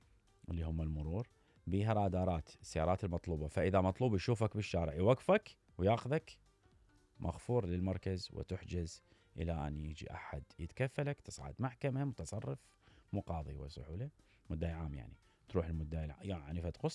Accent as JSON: {"language": "Arabic", "country": "Iraq", "said": "أحاول ما أحكي أنا عراقي"}